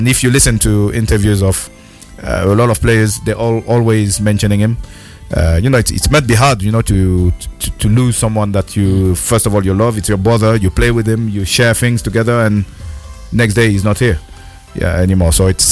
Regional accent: Marseille, Provence-Alpes-Côte d'Azur, France; moved away; I'm from Marseille

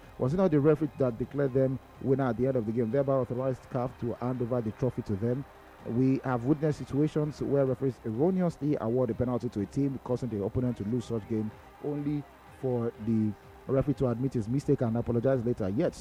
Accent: Canada; Well, I'm from Canada.

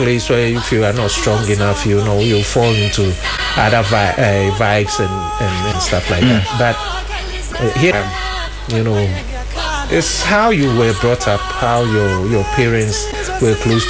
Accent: Kumasi, Ashanti, Ghana; I was born in Bantama. I was brought up in Bantama.

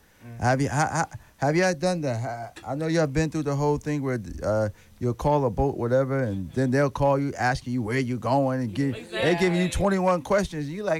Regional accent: New York, United States; I mean, I'm a New Yorker, so, you know, I'm like, hey, I can't hear you.

